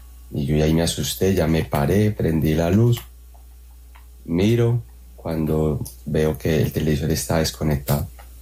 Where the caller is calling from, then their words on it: Spain; Desde España.